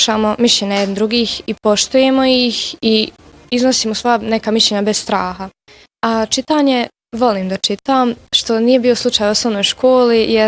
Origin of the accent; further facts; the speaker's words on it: Tešanj, Federation of Bosnia and Herzegovina, Bosnia & Herzegovina; dolazim iz Tešnje, pohađam gimnaziju Musa Ćazmi Ćatić.